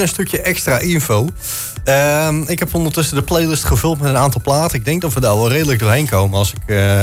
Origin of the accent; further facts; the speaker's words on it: Breda, North Brabant, Netherlands; Want we komen allebei uit Breda.